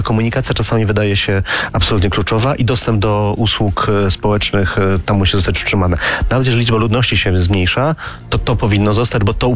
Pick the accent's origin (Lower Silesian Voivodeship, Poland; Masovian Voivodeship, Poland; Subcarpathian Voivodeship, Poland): Masovian Voivodeship, Poland; Warsaw